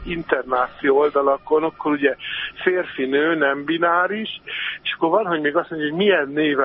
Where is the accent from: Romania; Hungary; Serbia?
Hungary; igen, én ezt mindig mondom, hogy iszonyú szerencsések vagyunk magyarként, hogy ez föl sem merül.